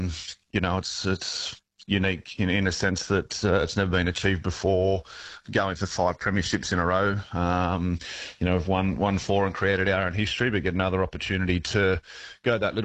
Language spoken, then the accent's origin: English; Australia; And we're always a bit of an underdog fan as an Australian society and culture.